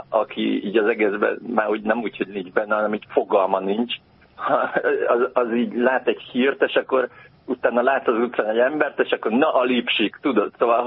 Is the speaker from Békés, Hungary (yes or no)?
no; Budapest, Hungary; az ötödik kerületben születtem, itt nőttem föl